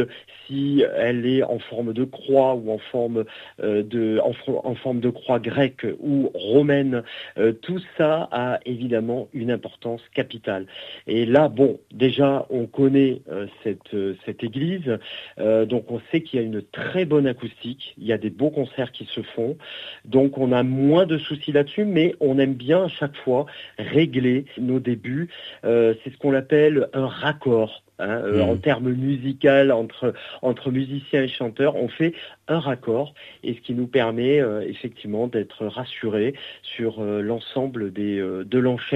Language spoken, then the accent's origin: French; South-West France, France; also born or lived in Bordeaux; now in Avignon, France; j'étais du Sud-Ouest, hein, je suis natif du Sud-Ouest.